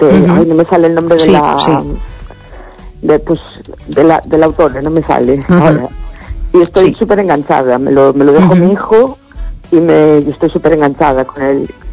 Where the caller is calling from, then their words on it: A Coruña, Galicia, Spain; de La Coruña.